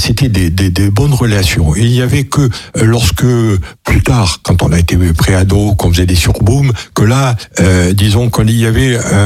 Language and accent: French; Souk Ahras, Souk Ahras Province, Algeria; Voilà, alors effectivement, je suis originaire de Soukaras.